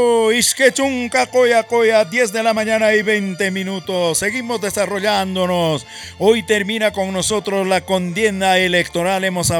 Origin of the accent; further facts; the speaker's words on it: Collahuasi, Peru; now in Huaraz, Peru; En mi tierra, mañana 28, 29, 30 en Collahuasi, el 1 de octubre, 4 días de fiesta.